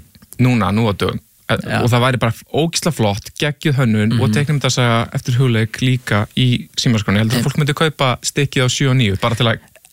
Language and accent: Icelandic; Reykjavík, Capital Region, Iceland; Ég er úr Vesturbæ, Reykjavíkur